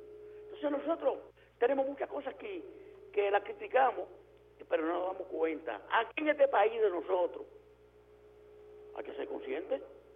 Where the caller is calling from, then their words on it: Dominican Republic